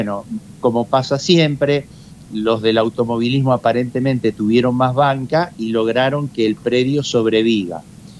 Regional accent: Argentina; pero como los argentinos somos distintos a todos

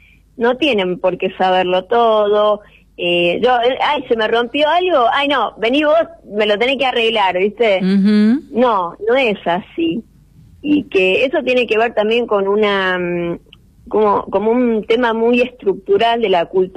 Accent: Buenos Aires, Argentina; born there; moved away as an adult; now in Chilecito, Argentina; Yo soy de Buenos Aires, yo nací en Ciudad de Buenos Aires, y hace 15 años que vivo acá en Chilecito.

